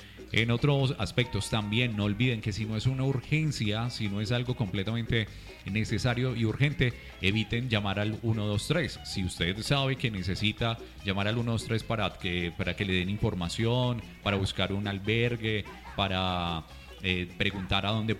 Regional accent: Pereira, Risaralda, Colombia; así somos, pereiranos, sentimos nuestra ciudad, sentimos nuestra región

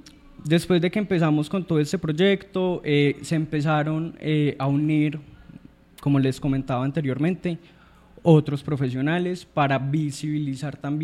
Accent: Belén de Umbría, Risaralda, Colombia; born there; somos de Belén, es la tierra pues que amamos y la que nos vio nacer.

